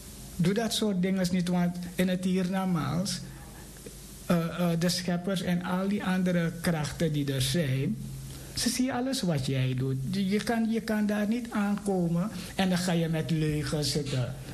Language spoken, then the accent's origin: Dutch; Suriname; Als Surinamers weten we dat je we noemen die dingen Jorka hebt.